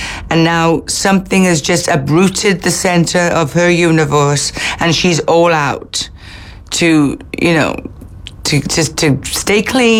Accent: Wales, United Kingdom; moved away; I come from Wales, so I do windy roads.

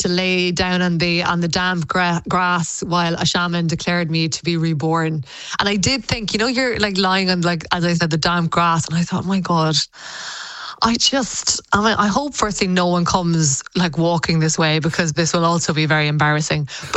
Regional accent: Clonakilty, Munster, Ireland; Yeah, you know, I'm from Clonakilty. You know, my parents own O'Neill's Butcher Shop on the main street there.

